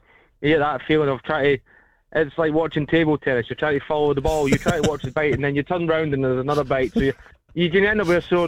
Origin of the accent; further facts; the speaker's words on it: Northern Ireland, United Kingdom; born there; Well, the good thing is I'm actually born from Northern Ireland, so there you go.